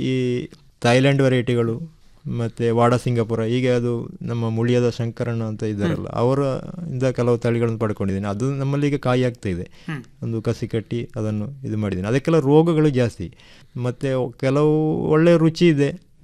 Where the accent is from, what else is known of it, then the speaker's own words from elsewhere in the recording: Kerala, India; ನಮ್ಮ ಕೇರಳದ ಭಾಗದಲ್ಲೆಲ್ಲ